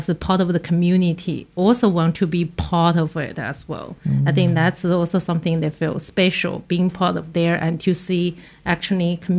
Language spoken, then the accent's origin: English; Sichuan, China; moved away; I'm from Sichuan.